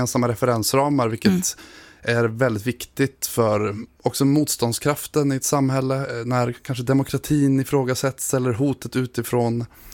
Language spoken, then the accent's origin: Swedish; Ångermanland, Sweden; moved away as an adult; now in Norrköping, Sweden; jag är från Ångermanland, precis.